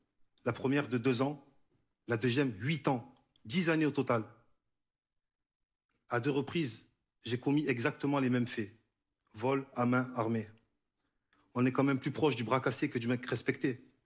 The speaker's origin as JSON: {"language": "French", "town": "Marseille", "region": "Provence-Alpes-Côte d'Azur", "country": "France", "tie": "born there", "said": "Je suis né à Marseille. Et comme beaucoup d'autres qui ont grandi dans un quartier, je me suis construit sur la base d'un mensonge."}